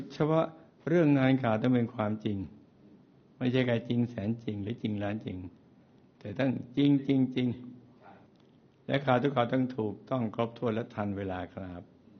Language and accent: Thai; Southern Thailand, Thailand; จากเด็กใต้คนหนึ่งที่เคยสงสัย อยากมาพิสูจน์วัดพระธรรมกาย